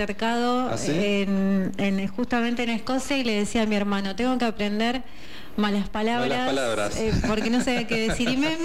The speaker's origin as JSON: {"language": "Spanish", "country": "Argentina", "said": "El argentino es soberbio, somos soberbios."}